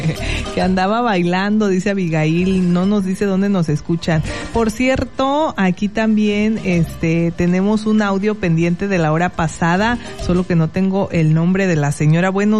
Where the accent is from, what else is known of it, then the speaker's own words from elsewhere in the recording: Chiapas, Mexico; Llegamos como buenos chiapanecos